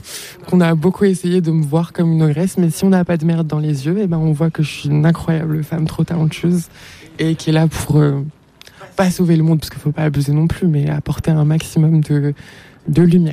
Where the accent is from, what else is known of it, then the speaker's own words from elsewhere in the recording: Morocco; moved away; Je suis une femme, je suis immigrée, je suis marocaine, africaine, amazir, musulmane, trans.